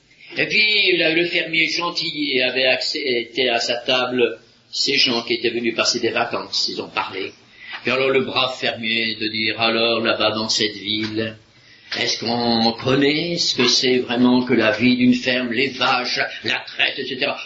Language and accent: French; Hauts-de-France, France